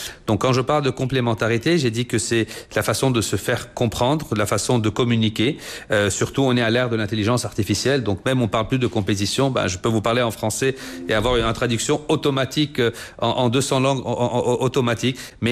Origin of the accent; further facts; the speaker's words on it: Lebanon; en tant que Libanais, être francophone est un grand atout, à côté de l'anglais et de l'arabe aussi.